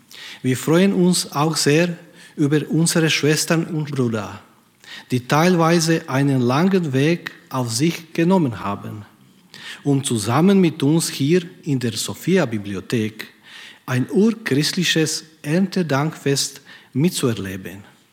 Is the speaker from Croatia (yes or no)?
yes; Croatia; moved away; Ich komme ursprünglich aus Kroatien